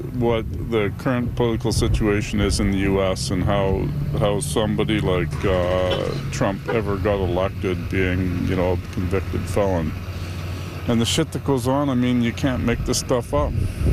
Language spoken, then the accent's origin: English; Yukon, Canada; Oh, I'm Canadian, yeah.